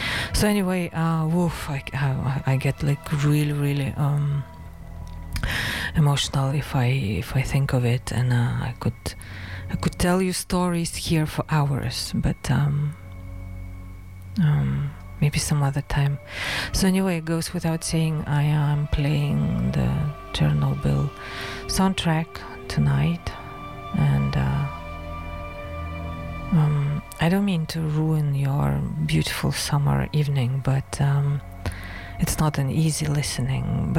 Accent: Lithuania; moved away; I was 11 years old, I think, when it happened, and I am from Lithuania, so Lithuania is pretty close, actually, to the location where it happened.

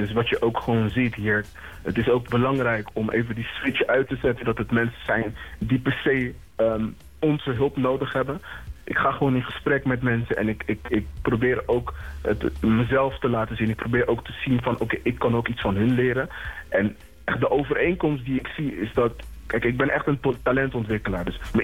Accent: Suriname; het land waar ik zelf vandaan kom. Ik kom uit Suriname.

